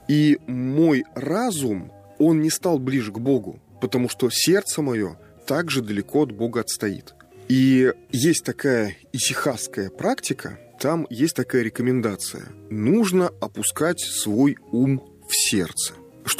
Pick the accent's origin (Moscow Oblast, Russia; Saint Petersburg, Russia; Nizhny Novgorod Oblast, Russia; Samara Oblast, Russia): Nizhny Novgorod Oblast, Russia; Ну, я же нижегородец, ну, я же тоже, как бы, я член церкви Нижегородской земли.